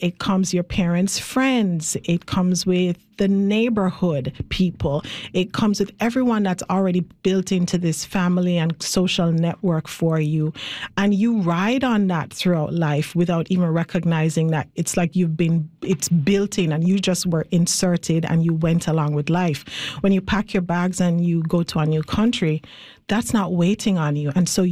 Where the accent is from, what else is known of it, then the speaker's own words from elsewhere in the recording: Jamaica; moved away; my home, my home country, Jamaica, at least my first home.